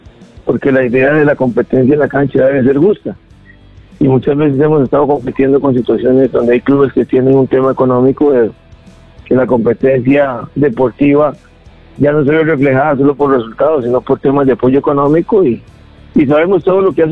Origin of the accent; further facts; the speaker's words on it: Costa Rica; los que somos costarricenses